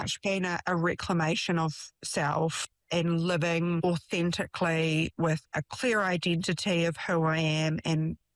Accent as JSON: {"language": "English", "country": "New Zealand", "said": "We're a Kiwi family, mostly."}